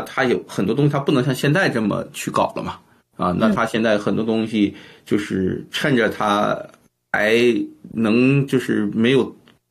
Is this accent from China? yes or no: no; Canada; 所以我作为加拿大人，实际上我们应该是很希望美国好的，因为美国好我们这边才好嘛